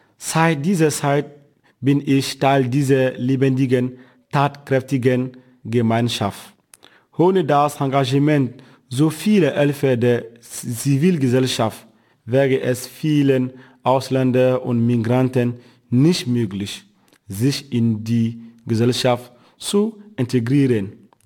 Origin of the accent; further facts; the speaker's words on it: Côte d’Ivoire; German is a second language; now in Germany; Gemessen an meinem Heimatland Elfenbeinküste ist hier in Deutschland fast alles organisiert und es herrscht viel Disziplin.